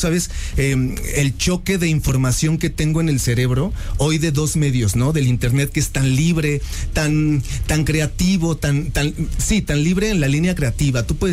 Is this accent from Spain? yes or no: no; Mexico; Hay un valor que nosotros como mexicanos tenemos que se llama el regateo